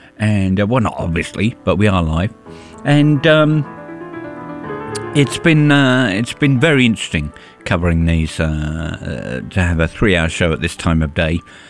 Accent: United Kingdom; now in Boston, United States; I'm a Brit.

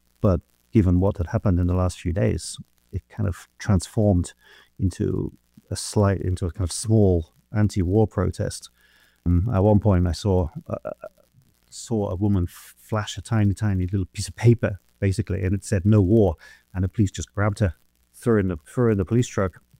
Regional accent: United Kingdom; as a British journalist

